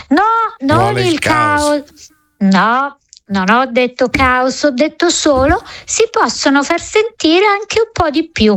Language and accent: Italian; Naples, Campania, Italy; now in Milan, Italy; anch'io mi sono trasferita da Napoli a Milano facendo tanti sacrifici, tuttora va detto sono ancora in affitto